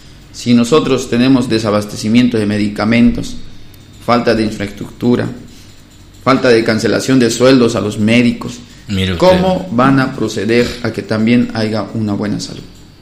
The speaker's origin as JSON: {"language": "Spanish", "country": "Bolivia"}